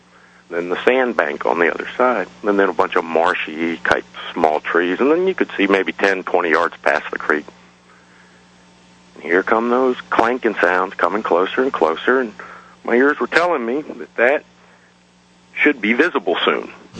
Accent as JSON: {"language": "English", "town": "Freeport", "region": "New York", "country": "United States", "tie": "born or raised there", "said": "17-year-old, I'm not scared of much, especially growing up in New York"}